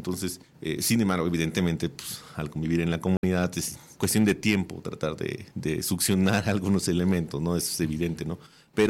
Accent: Puebla, Mexico; now in Durango, Mexico; Soy muy moreno, pero no soy de Iztapalapa, soy nahua. Y cuando le dije que era yo precisamente del Valle Agrícola de una comunidad nahua en Puebla

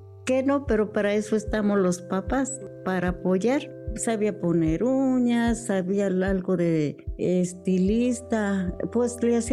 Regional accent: Hualulco de Mercado, Jalisco, Mexico; also born or lived in Quila; Nací en Quila, municipio de Tecolotlán, Jalisco, y llego a Hualulco de Mercado a los 4 años. Ahí paso mi niñez, mi juventud

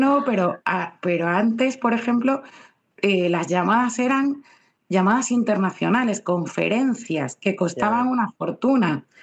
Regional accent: Vigo, Galicia, Spain; born there; moved away as an adult; also born or lived in Braga, Portugal; Vigo es mi ciudad, ¿no?

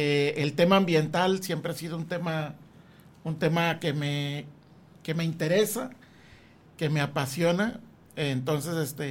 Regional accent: Torreón, Coahuila, Mexico; moved away as an adult; now in Ciudad Juárez, Mexico; yo digo que toda la vida he sido fronterizo de toda la vida, porque mis primeros 24 años, frontera Torreón Gómez, y luego después frontera Juárez El Paso.

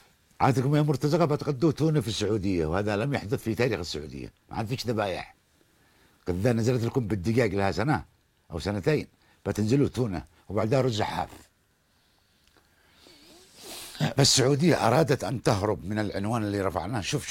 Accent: Yemen; بينما اللياقة العسكرية الناس اليمن احنا في بلدنا، لياقة الجيش لياقة الناس في اعلى مستوياتها

